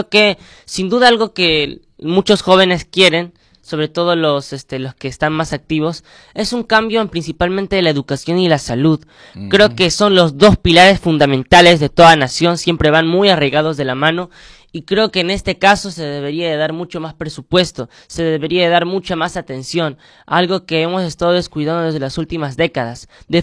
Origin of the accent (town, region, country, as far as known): Peru